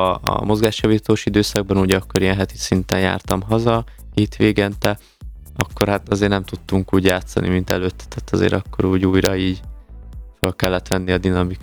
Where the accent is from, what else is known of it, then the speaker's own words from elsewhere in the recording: Nagyváty, Baranya, Hungary; ugye Pécs mellett, Nagyvátyon, ugye szülőfalumba